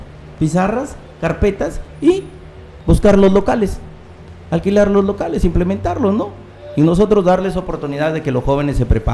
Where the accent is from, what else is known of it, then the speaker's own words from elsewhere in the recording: Tambogrande, Piura, Peru; como padre de familia, como tamborandino